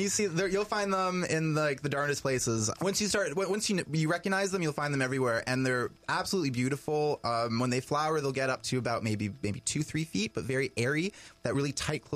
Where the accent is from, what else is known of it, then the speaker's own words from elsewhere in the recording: Peterborough, Ontario, Canada; now in Haliburton, Canada; So I come from Peterborough.